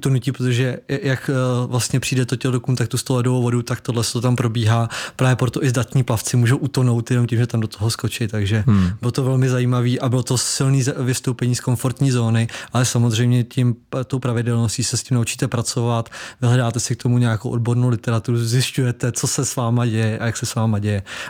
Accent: Vysočina Region, Czechia; jsem z Vysočiny a kousek od Jihlavy, kde bydlím

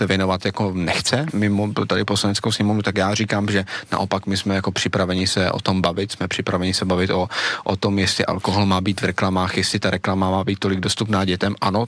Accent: Moravia, Czechia; já pocházím z Moravy

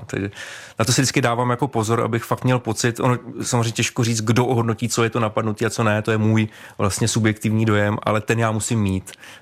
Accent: Hradec Králové, Hradec Králové Region, Czechia; já jsem z Hradce Králové, takže

